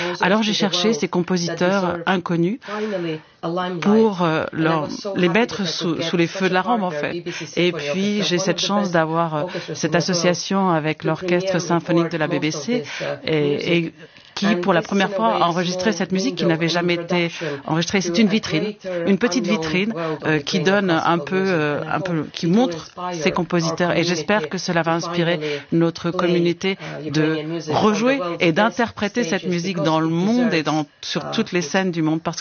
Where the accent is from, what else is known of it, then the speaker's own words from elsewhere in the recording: Finland; Je suis ukrainienne, comme vous l'avez dit, mais c'est vrai que j'ai vécu toute ma vie en Finlande.